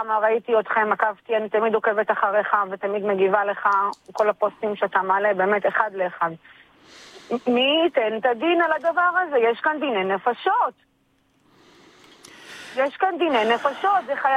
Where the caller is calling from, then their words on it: Jerusalem, Jerusalem District, Israel; אני הייתי אני מתגוררת בקירת יובל.